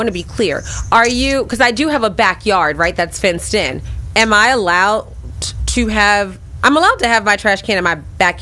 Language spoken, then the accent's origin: English; Philadelphia, Pennsylvania, United States; I'm born and raised in Philadelphia, and when people come here, their number one complaint is how dirty the city is.